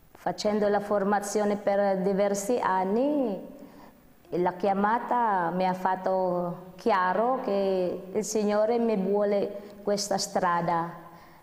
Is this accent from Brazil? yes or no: no; Philippines; Italian is a second language; moved away as an adult; now in Italy; Sono una filippina e appartengo delle sue povere figlie di Maria Santissima Incoronata